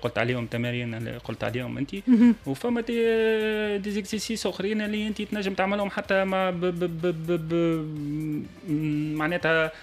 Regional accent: Tunisia; في تونس نحن

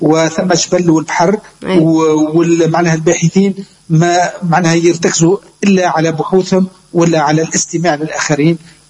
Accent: Tunisia; وهذا شرف كبير أنا أول حاجة كتونسي

